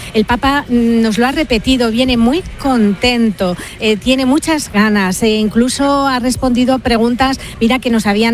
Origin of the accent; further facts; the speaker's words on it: Spain; Y efectivamente, eso lo va a ver, se va a enterar bien de cómo somos los españoles, Cristina.